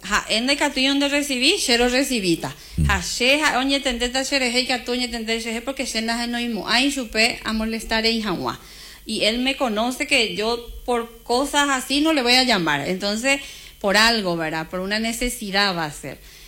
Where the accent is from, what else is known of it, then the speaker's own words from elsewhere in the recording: Carlos Antonio López, Itapúa, Paraguay; moved away; Soy de Carlos Antonio López, papá.